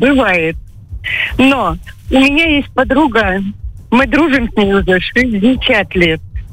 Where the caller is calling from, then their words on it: Adygea, Russia